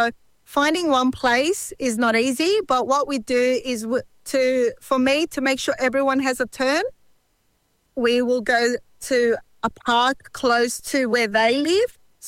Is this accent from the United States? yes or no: no; Bolivia; English is a second language; I'm from Bolivia, and we were here for Heart of Earth to participate in demonstrating our cultural dancing from Bolivia.